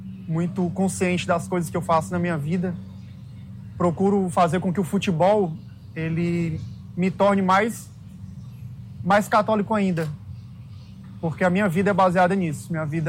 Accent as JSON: {"language": "Portuguese", "town": "Cascavel", "region": "Ceará", "country": "Brazil", "tie": "born or raised there", "moved": "as an adult", "said": "é um homem hoje, né, de Cascavel, Ceará, onde todo mundo sabe da minha vida lá na minha cidade, todo mundo sabe o que é que eu fiz lá, acho que dos meus primeiro ano até os 20, na pracinha do Maninho"}